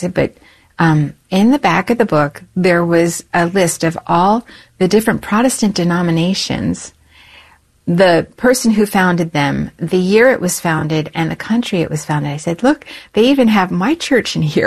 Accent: Lancaster, Pennsylvania, United States; But growing up in Lancaster, Pennsylvania, there's absolutely nothing to do, at least back in the late 60s, early 70s.

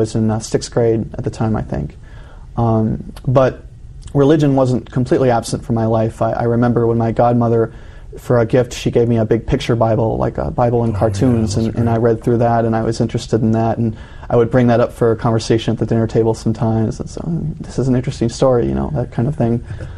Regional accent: Minnesota, United States; also born or lived in Upper Peninsula, Michigan; And when I was about five, we were living in the upper peninsula of Michigan, and we moved to Minnesota. And that's where I grew up, pretty much, was in Minnesota.

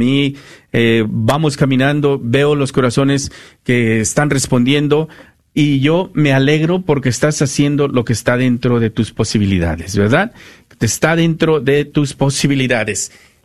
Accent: Guerrero, Mexico; una de mi tierra, de allá de Guerrero.

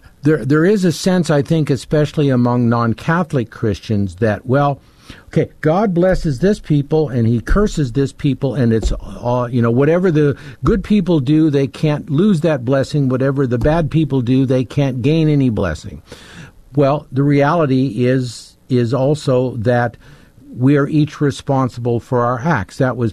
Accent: Saskatchewan, Canada; I'm from Saskatchewan, and the northern part of Saskatchewan, north of Saskatoon, a lot of lightning strikes.

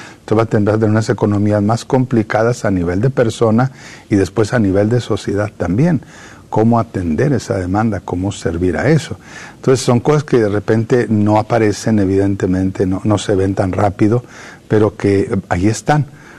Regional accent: Parral, Chihuahua, Mexico; also born or lived in Ciudad Juárez; nosotros llegamos con una familia migrante, nos trasladamos de Parral, Chihuahua, al sur del estado de Chihuahua, en México, hacia Ciudad Juárez en 1980. Los 12 hijos con papá y mamá, allá fuimos a parar a Ciudad Juárez.

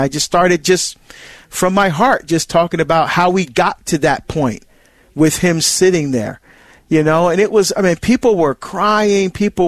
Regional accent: Barbados; very popular in my country, my home country of Barbados. In fact, when my daughter Angela and I go home, or when I, well, I call home Barbados, that's where I'm from, right?

